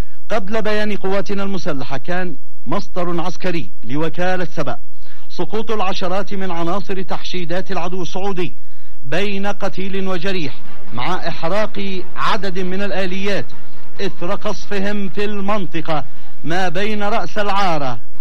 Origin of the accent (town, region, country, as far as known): Yemen